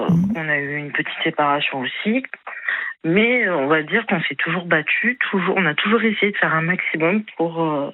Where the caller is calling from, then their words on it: Auvergne-Rhône-Alpes, France; j'appelle depuis la Drôme.